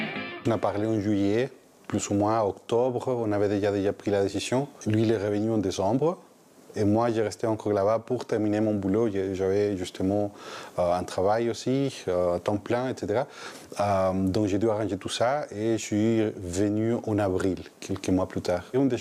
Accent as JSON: {"language": "French", "country": "Chile", "second_language": "French", "moved": "as an adult", "lives_now": "Brussels, Belgium", "said": "je suis chilien, j'ai 45 ans et je suis à Bruxelles depuis 2017."}